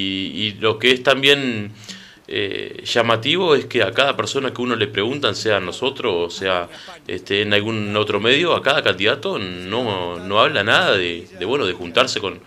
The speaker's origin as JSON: {"language": "Spanish", "region": "Maldonado", "country": "Uruguay", "said": "Yo soy de Barrio Rivera, Maldonado, soy de Barrio Rivera."}